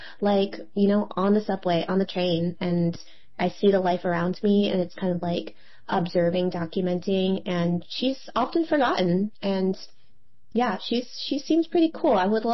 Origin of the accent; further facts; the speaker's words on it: New Jersey, United States; I grew up in Jersey, and so I used to go to Chinatown all the time in New York City